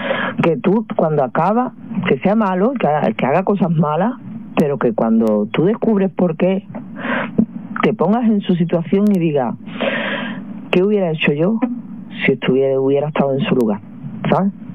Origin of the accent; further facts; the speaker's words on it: Cádiz, Andalusia, Spain; pese a que soy de Cádiz